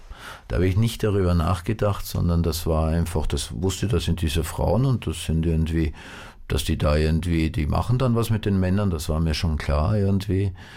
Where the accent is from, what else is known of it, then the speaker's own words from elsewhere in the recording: Vienna, Austria; ich bin im zweiten Bezirk in Wien aufgewachsen, das ist der Prater, und das war eine sehr, also wie meine Eltern da hingezogen sind, war das eine sehr runtergekommene Gegend, aber mit sehr viel Grün und aber auch mit sehr viel Baulücken